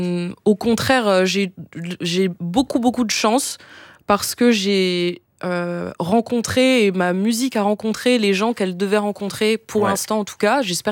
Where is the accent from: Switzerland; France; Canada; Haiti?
Switzerland; je parle très lentement, je suis suisse donc ça vient de mes origines certainement